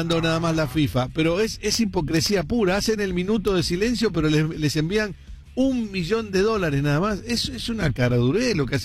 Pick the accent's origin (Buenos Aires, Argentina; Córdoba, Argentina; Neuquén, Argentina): Buenos Aires, Argentina; Yo soy de Buenos Aires.